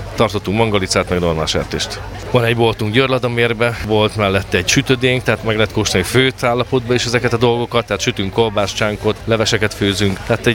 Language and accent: Hungarian; Békéscsaba, Békés, Hungary; Nem, én agrármérnök vagyok, de Békés Csabai származású vagyok, így a szülőktől jött ez, hogy kolbász gyártunk